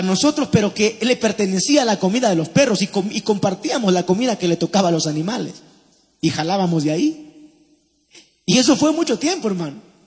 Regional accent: Paiján, La Libertad, Peru; Pero llegó un tiempo que llegó las vacas flacas, como decimos, en mi pueblo. Llegó como una especie de hambruna ahí en Paiján, no había que comer, todo estaba caro

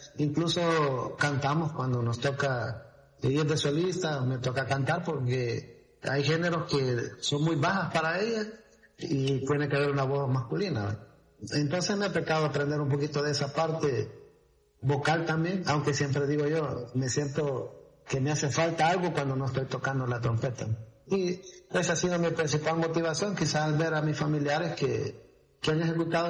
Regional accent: Cojutepeque, Cuscatlán, El Salvador; yo soy originario de Cojutepeque.

